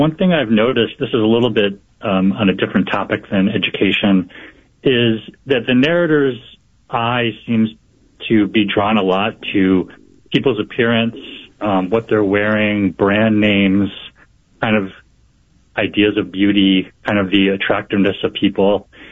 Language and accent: English; United States; And I'm half Korean. I grew up in the States, but I'm half Korean. I've been to Korea many times.